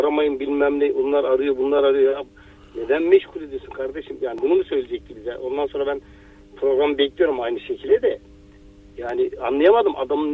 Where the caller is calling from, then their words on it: Istanbul, Turkey; Ataşehir'den arıyorum.